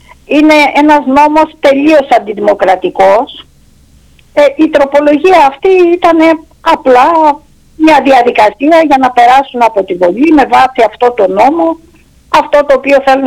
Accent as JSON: {"language": "Greek", "town": "Lofos Livados", "region": "Crete", "country": "Greece", "said": "Ναι, εγώ είμαι από την ευρύτερη περιοχή, είμαι από το Λόφο Λιβάδος"}